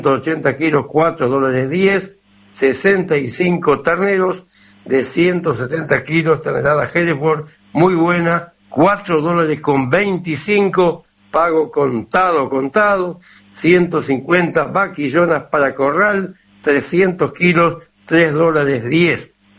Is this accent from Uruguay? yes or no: yes; Tacuarembó, Uruguay; nosotros somos de Tacuarembó, pero la mayoría de 33.